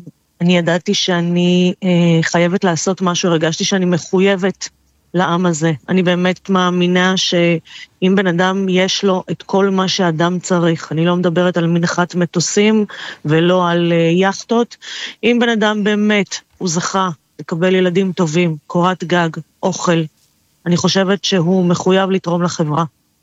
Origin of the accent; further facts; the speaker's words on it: Antwerp, Flanders, Belgium; Hebrew is a second language; now in Israel; קודם כל, אני הרבה מאוד שנים בארץ. עליתי מבלגיה, מאנטוורפן.